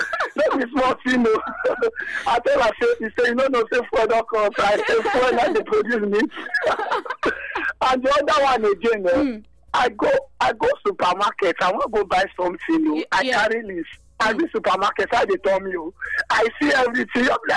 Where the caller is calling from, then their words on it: Benin City, Edo, Nigeria; calling from Benin City, Ugbowo.